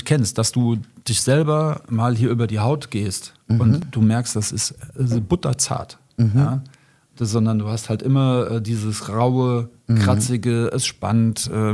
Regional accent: Frankfurt, Hesse, Germany; born there

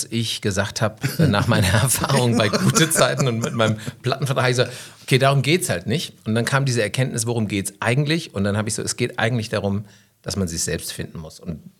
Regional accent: Hesse, Germany; accent: Hessian; ich babbel hessisch

